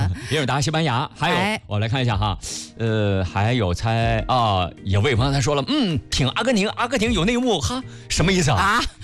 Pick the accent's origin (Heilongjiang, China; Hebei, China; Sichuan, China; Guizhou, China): Hebei, China; 都是河北老乡，希望大家帮个忙啊，特别是邯郸的听友们